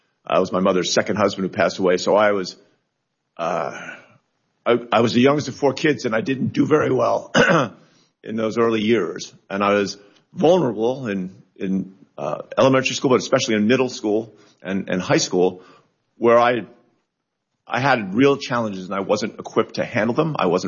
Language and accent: English; Colorado, United States; Many states, including my home state of Colorado, prohibit sports books from advertising to minors under 21